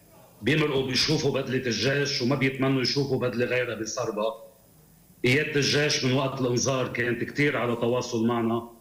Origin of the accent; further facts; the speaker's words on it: Serba, Lebanon; نحن ضيعة مشهورة، أهالية قدها بتحب أرضها، قدها معلقة بأرزاقها، هي ورثتها عن جدودها. نحن ما منلاقي لزوم إنه نترك ضيعتنا،